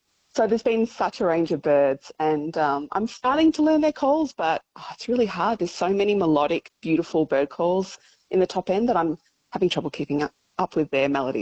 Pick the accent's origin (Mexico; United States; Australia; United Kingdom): Australia; Melbourne, Victoria; now in Darwin, Australia; 20 years ago, I came up to Darwin. I'm from Bunurong, Bunurong country down in southeast Melbourne.